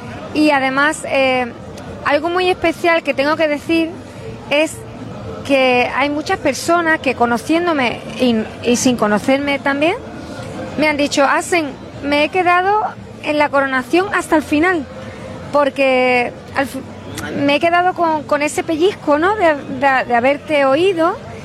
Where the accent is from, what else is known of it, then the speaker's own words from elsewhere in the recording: La Línea de la Concepción, Andalusia, Spain; Me siento muy afortunada de ser linense